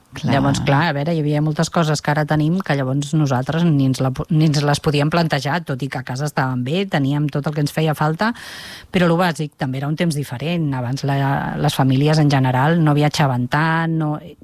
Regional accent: Barcelona, Catalonia, Spain; jo sóc de Barcelona, vivíem al Guinardó amb la meva família, els meus pares i 6 germans més.

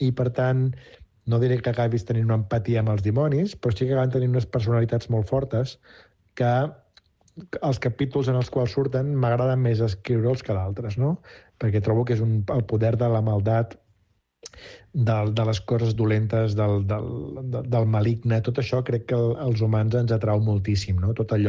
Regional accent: Catalonia, Spain; De llegendes, de mites, mitologies, en aquest cas catalanes, perquè sóc català

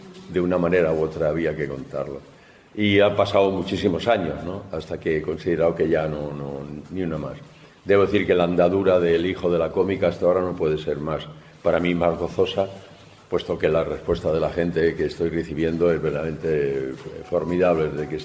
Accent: Chinchón, Community of Madrid, Spain; Valdelaguna, que era un pueblo cercano del mío, yo soy de Chinchón

